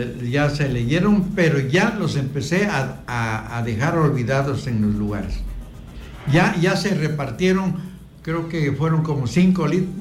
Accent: Ocotlán, Mexico; now in Tuxtepec, Mexico; ya traía yo desde mi tierra, Ocotlán

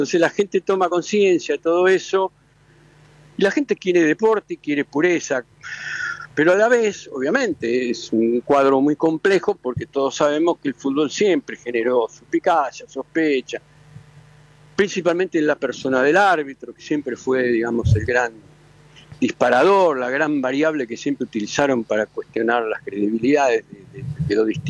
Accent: Argentina; en mi caso y en cualquier argentino, pesa el hecho de la nacionalidad.

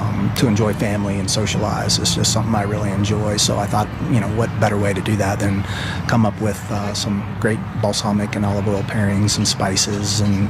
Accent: Ohio, United States; born there; also born or lived in the South; now in Heber, United States; I'm from the Midwest originally, Ohio.

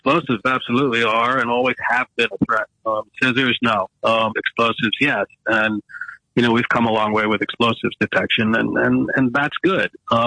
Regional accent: Boston, Massachusetts, United States; here at my hometown airport, Boston Logan, where two of the four hijacked planes departed from

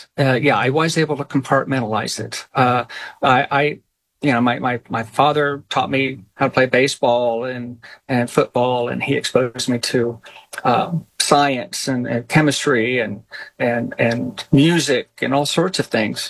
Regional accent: Midwest, United States; I was just a typical boy growing up in the Midwest in the 1960s.

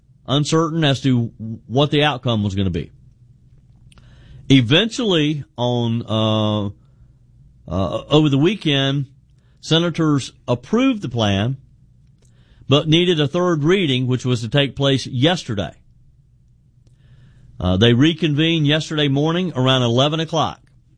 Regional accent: South Carolina, United States; A lot of news out of my home state of South Carolina yesterday

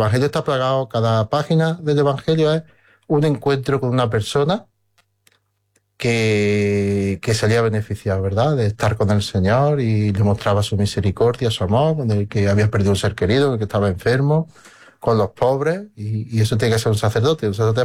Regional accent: Fuente Palmera, Andalusia, Spain; now in Palma del Río, Spain; en mi pueblo primero, antes de llegar a Palma, Fuente Palmera.

